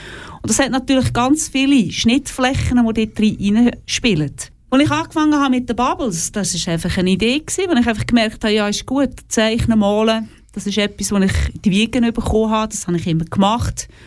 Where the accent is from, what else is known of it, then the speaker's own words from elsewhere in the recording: Zurich, Switzerland; also born or lived in Oberkirch; ich bin zwar in Zürich geboren und auch dort aufgewachsen und nachher in Oberkirch.